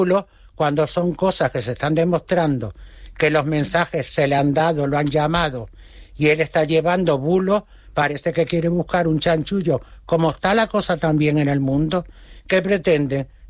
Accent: Canary Islands, Spain; hasta el Papa felicita a España y a Canarias primero, por supuesto, que somos canarios y luego españoles.

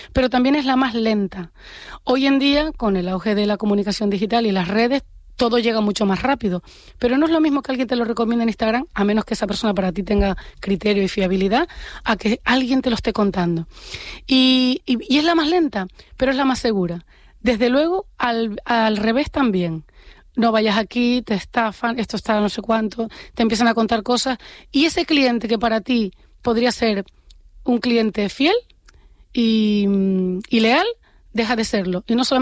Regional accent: La Palma, Canary Islands, Spain; born there; Y luego en La Palma me voy a mi restaurante favorito, que está en mi pueblo

